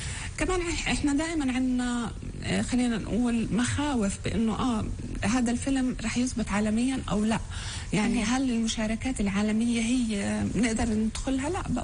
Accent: Palestine; القصص اللي عندنا في فلسطين

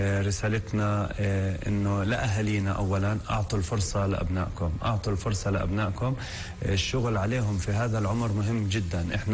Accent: Palestine; إحنا كفلسطينيين

